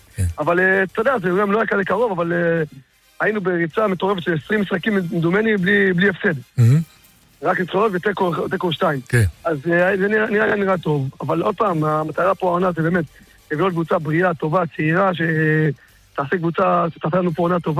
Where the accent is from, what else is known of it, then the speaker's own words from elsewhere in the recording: Beit She'an, Northern District, Israel; born there; אני יודע מה זה בית שאן, אני בתור ילד הייתי עומד בין החורים בחומות.